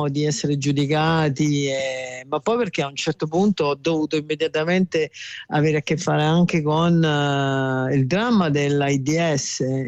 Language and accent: Italian; Portici, Campania, Italy; io sono di Portici